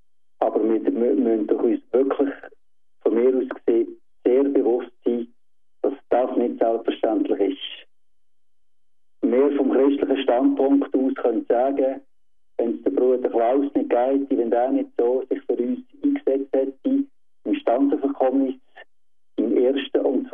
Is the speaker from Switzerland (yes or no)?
yes; Switzerland